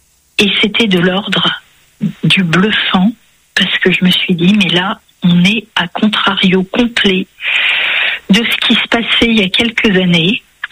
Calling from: Compiègne, Hauts-de-France, France; J'habite Compiègne.

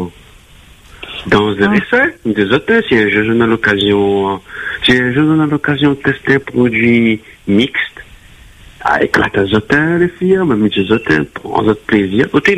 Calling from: France; J'habite en France, moi.

